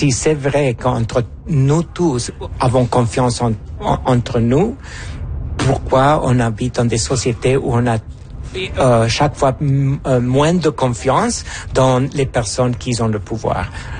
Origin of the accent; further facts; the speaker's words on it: Honduras; born there; French is a second language; moved away; j'ai vécu par plusieurs ans mon enfance à l'Honduras. C'est un petit pays en Amérique centrale.